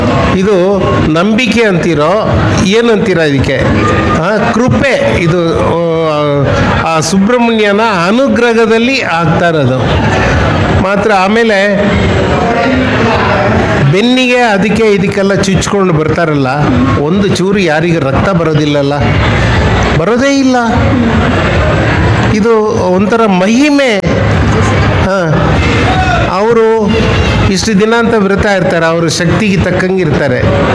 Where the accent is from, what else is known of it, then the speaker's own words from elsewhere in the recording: Purle, Karnataka, India; ಈಗ ನನಗೆ 75 ವರ್ಷ ಆಗಿದೆ. ನಾನು ಹುಟ್ಟಿದ್ದು ಪುರ್ಲೆಯಲ್ಲಿ.